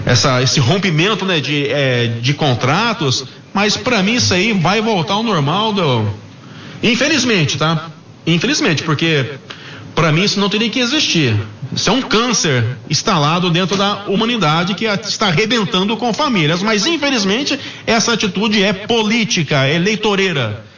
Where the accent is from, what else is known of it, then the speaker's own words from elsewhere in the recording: Brazil; eu, como brasileiro